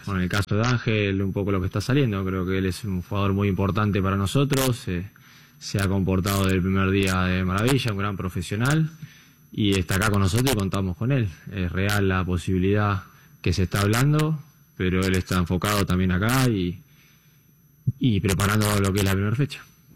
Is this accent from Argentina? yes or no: yes; Argentina; como argentino es emocionante